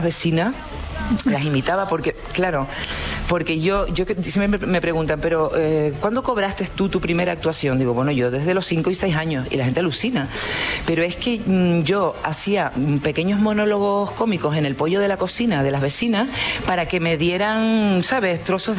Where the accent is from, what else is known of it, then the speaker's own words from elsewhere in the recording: El Paso, Canary Islands, Spain; moved away; que soy del municipio del Paso, que me fui de La Palma por salir del Paso